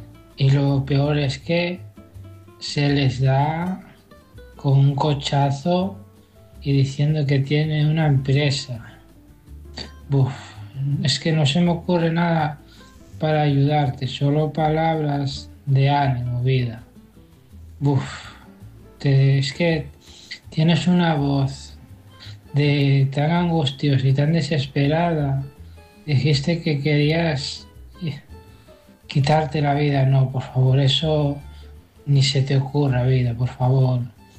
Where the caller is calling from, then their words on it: Asturias, Spain; desde Asturias.